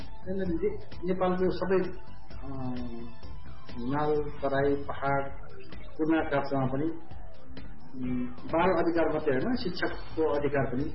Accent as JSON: {"language": "Nepali", "region": "Gurung area", "country": "Nepal", "accent": "Gurung-influenced Nepali", "first_language": "Gurung", "second_language": "Nepali", "said": "मेरो मातृभाषा गुरुङ कारणले मेरो भाषामा बढी आकार प्रयोग हुन्छ, त्यसैले मैले बोल्दाखेरि पनि अलिअलि बिग्रिन्छ"}